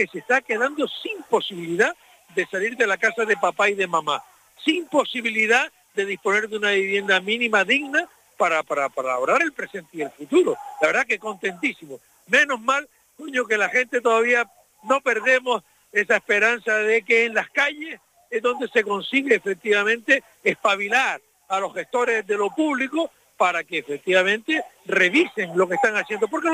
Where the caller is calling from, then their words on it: Canary Islands, Spain; Y somos canarios, y yo soy canario como tú